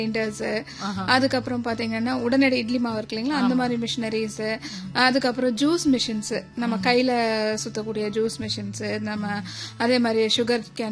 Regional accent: Coimbatore, Tamil Nadu, India

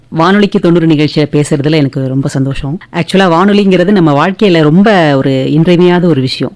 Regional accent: Chennai, Tamil Nadu, India; நான் வந்து பிறந்து வளர்ந்ததெல்லாம் சென்னையில.

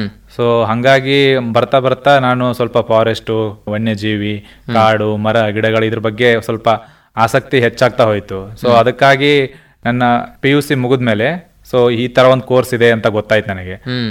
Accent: Savadi, Karnataka, India; also born or lived in Jamkhandi; ನಾನು ಮೂಲತಃ ಬೆಳಗಾವಿ ಜಿಲ್ಲೆಯ ಅಥಣಿ ತಾಲೂಕಿನ ಸೌದಿ ಎಂಬ ಸಣ್ಣ ಹಳ್ಳಿ. ಆ ಹಳ್ಳಿಯಲ್ಲಿ ನಮ್ಮ ಕುಟುಂಬ ಕೃಷಿ ಆಧಾರಿತ ಕುಟುಂಬ.

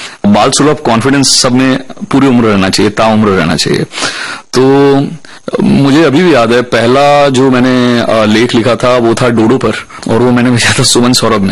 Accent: Bhilai, Chhattisgarh, India; हाँ, एक दशमेश लाइब्रेरी करके हमारे शहर में लाइब्रेरी हुआ करती थी भिलाई में गोल मार्केट में, बहुत बड़ी लाइब्रेरी थी

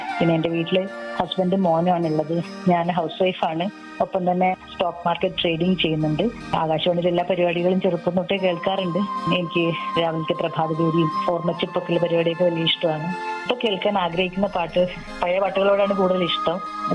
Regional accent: Payyanur, Kerala, India; now in Ambalappuzha, India; എന്റെ സ്വദേശം കണ്ണൂർ ജില്ലയിലെ പയ്യന്നൂരാണ്. ഞാൻ കുറച്ചു കാലമായിട്ട് ഇപ്പോൾ ആലപ്പുഴ അമ്പലപ്പുഴയിലാണ് താമസിക്കുന്നത്.

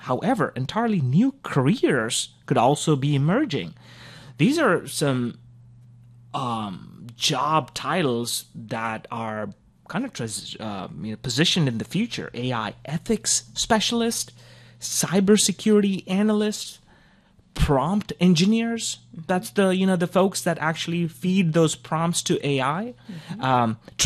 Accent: Goa, India; moved away; I grew up in Goa, you know, and by heart right here. But we kind of transitioned. We lived there abroad.

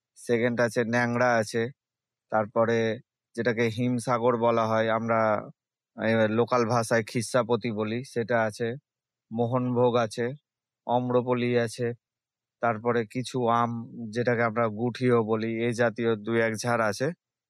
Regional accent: West Bengal, India; আমার বাড়ি মালদার সাহাপুর নিত্যানন্দপুর এরিয়াতে।

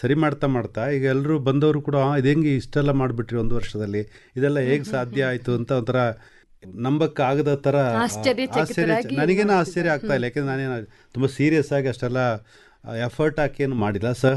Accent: Kodagu, Karnataka, India; moved away; ಯಾಕಂದ್ರೆ ನಾವು ಕೊಡಗಲ್ಲಿ ಇದ್ದಿತ್ತು

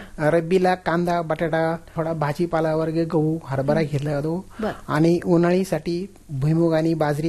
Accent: Kurkundi, Maharashtra, India; मुक्काम पोस्ट कुरकुंडी, तालुका खेड, जिल्हा पुणे।

